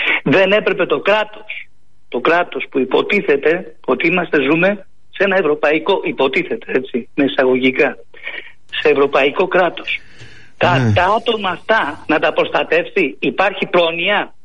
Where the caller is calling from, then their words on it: Greece; ντρέπουμε πιο πολύ που είμαι Έλληνας.